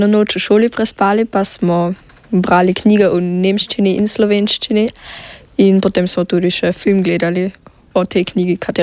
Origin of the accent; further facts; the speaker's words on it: Žitara vas, Carinthia, Austria; Dobar dan … in prihajam iz Žitare vasi.